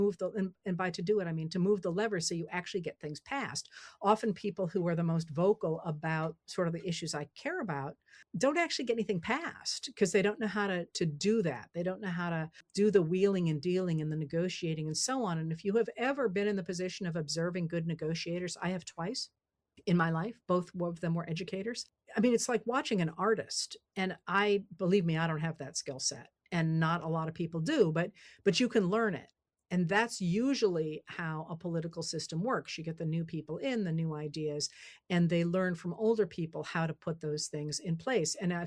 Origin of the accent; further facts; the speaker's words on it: United States; as the American people